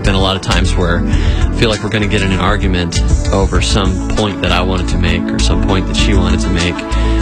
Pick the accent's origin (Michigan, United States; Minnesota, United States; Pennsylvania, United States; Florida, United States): Florida, United States; Fort Lauderdale; from Fort Lauderdale, Florida.